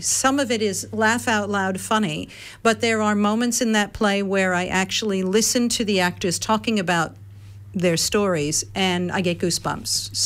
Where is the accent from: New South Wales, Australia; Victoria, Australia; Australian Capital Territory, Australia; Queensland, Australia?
Victoria, Australia; now in Redlands, Australia; My accent may give away that I didn't grow up around here